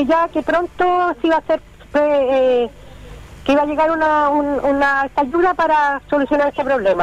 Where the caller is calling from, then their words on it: Coronel, Biobío, Chile; yo lo estoy llamando de acá, del sector de Lagunillas Verdes, de Coronel.